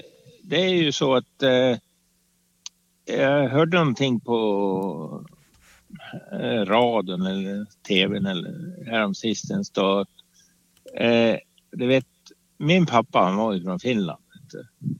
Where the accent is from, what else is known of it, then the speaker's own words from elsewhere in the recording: Sweden; born there; jag är född i Sverige. Och min pappa, han kom ju till Sverige efter kriget.